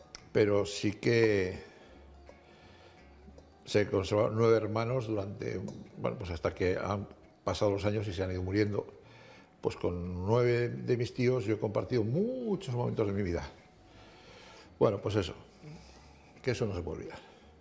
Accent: Portugalete, Basque Country, Spain; also born or lived in Salamanca, Spain / Bilbao, Spain; aunque nací en Salamanca, me crié en Bilbao, y bueno, más en Bilbao, siendo niño, en Portugalete. De hecho, yo tomé la primera comunión en Portugalete.

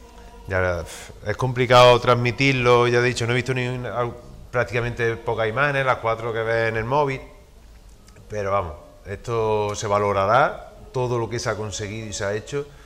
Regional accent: Castro del Río, Andalusia, Spain; esto es mi pueblo, esto es Castro del Río, y esta es mi hermandad

